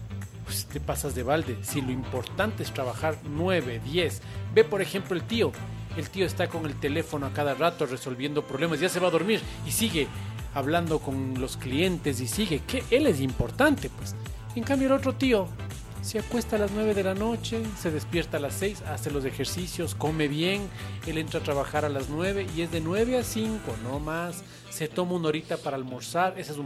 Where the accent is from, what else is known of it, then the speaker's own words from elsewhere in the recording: Quito, Pichincha, Ecuador; Gente buena, gente decente, gente de corazón abierto. Así es como somos los quiteños, sí, señor.